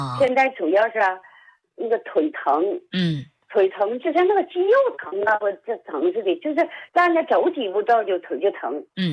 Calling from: Changchun, Jilin, China; 我是长春市双阳区的。

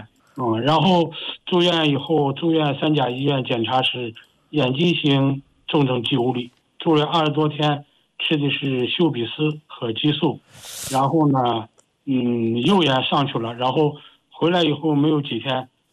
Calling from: Xuzhou, Jiangsu, China; 我是江苏徐州的。

